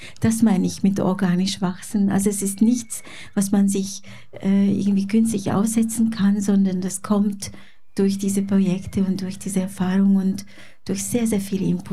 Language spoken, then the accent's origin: German; Switzerland; born or raised there; also born or lived in Hungary